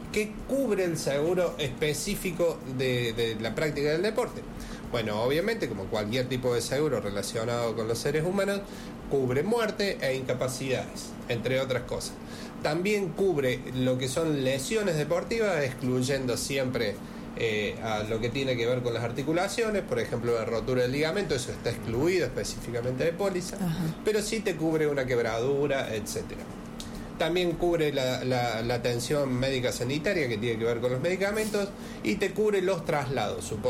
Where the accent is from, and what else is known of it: Argentina